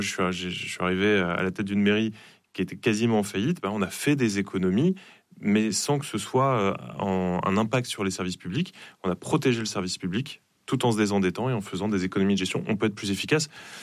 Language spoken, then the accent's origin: French; France; Moi, je suis un enfant du logement social. J'ai grandi justement dans Bar HLM, dans la ville dont j'ai eu la chance d'être maire plus tard.